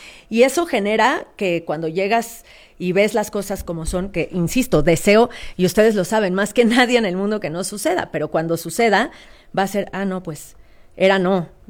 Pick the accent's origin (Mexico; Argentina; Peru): Mexico; qué fregones somos como mexicanos unidos, qué bonito nos vemos cuando cantamos todos juntos